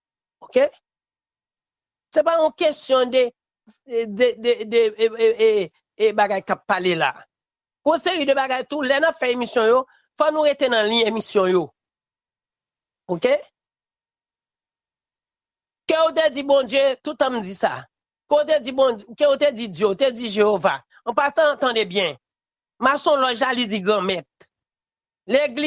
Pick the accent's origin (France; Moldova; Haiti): Haiti